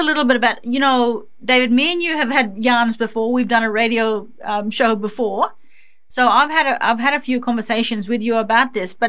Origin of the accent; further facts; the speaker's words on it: Wyndham, Western Australia, Australia; born there; I was born in Wyndham too.